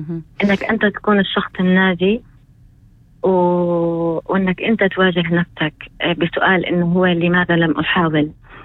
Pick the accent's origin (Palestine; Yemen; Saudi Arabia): Palestine; اللي احنا بنعاني منه كفلسطينيين